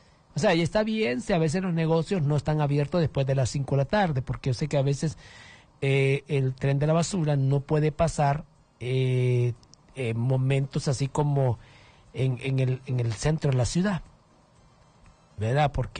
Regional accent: Honduras; Bendiciones a todos los bomberos de mi país, de todo Honduras.

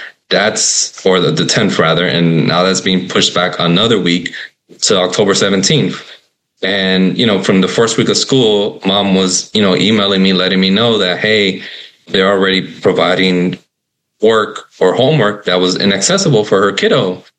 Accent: Florida, United States; because they're here from my home state of Florida

